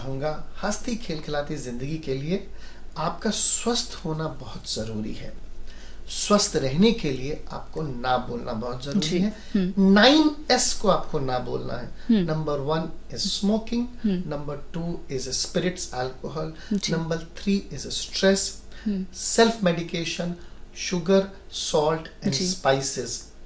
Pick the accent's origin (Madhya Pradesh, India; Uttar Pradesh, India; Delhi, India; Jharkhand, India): Uttar Pradesh, India; now in Hyderabad, India; मैं तो मतलब मैं यूपी का रहने वाला हूँ but I am in Hyderabad for more than 20 years. मैंने यहाँ पे देखा है कि यहाँ पे लोग बहुत अच्छे हैं